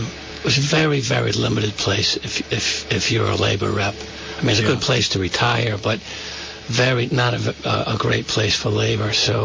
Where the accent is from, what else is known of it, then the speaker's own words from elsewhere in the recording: Nassau County, New York, United States; moved away as an adult; also born or lived in Southwest United States; now in Rhode Island, United States; My family's from, I grew up in New York in Nassau County.